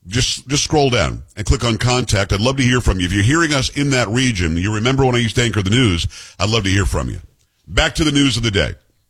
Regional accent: Florida, United States; markets are obviously where I grew up in South Florida.

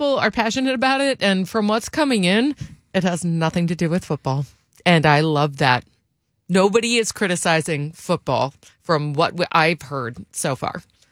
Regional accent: New York, United States; now in Seattle area, United States; And I grew up in New York, right?

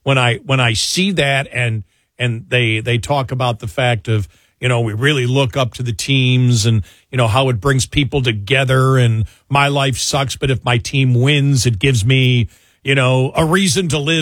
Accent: Northeast, United States; you think of growing up in the Northeast, some of the stadiums, you know, in Cleveland Municipal Stadium, War Memorial Stadium that I used to watch the Bills in.

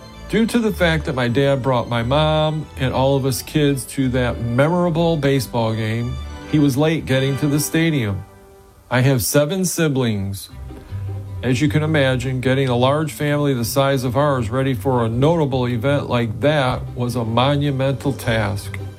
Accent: Warren, Michigan, United States; I grew up in Warren, Michigan, a blue-collar city just north of Detroit.

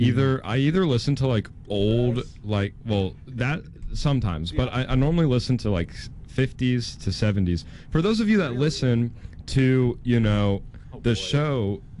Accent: Kentucky, United States; I'm from like the same place in Kentucky.

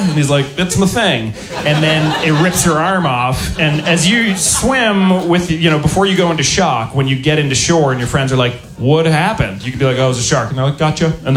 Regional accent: Boston, Massachusetts, United States; I grew up in Boston near the ocean.

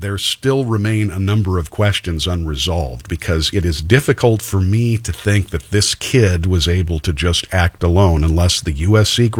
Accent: United States; just as an American

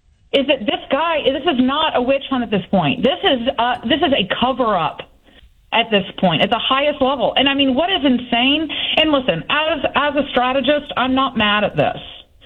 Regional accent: Florida, United States; I'm a white woman. I'm a southerner. I grew up in the Florida panhandle.

